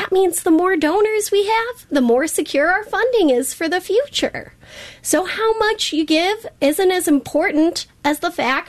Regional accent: Milwaukee, Wisconsin, United States; accent: Milwaukee; that was my Milwaukee accent coming out, born and raised there.

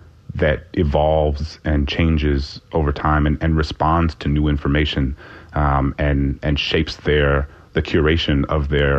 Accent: New Orleans, Louisiana, United States; these Confederate statues in my hometown in New Orleans, come down in May of 2017.

